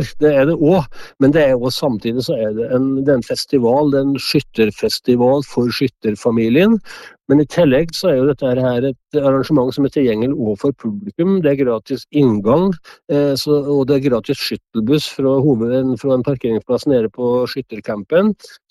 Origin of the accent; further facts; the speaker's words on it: Innlandet, Norway; det I hjemkommunen min, og jeg synes at dette arrangementet her utrolig viktig for både Lesja-bygde, for Dovre-bygde og for hele regionen.